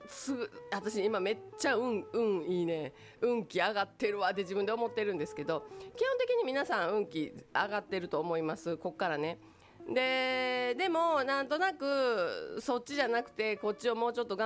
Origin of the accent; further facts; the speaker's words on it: Takatsuki, Osaka, Japan; 私高槻出身でしてね